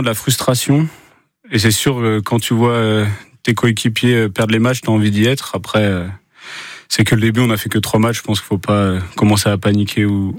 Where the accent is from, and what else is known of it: Amiens, Hauts-de-France, France; now in Anglet, France